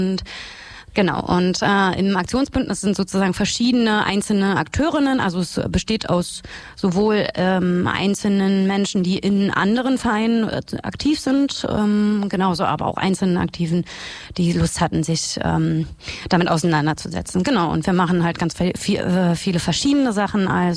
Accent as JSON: {"language": "German", "region": "Brandenburg", "country": "Germany", "said": "bin eigentlich Brandenburgerin und bin aber auch in so einer kleinen Stadt wie diese hier aufgewachsen."}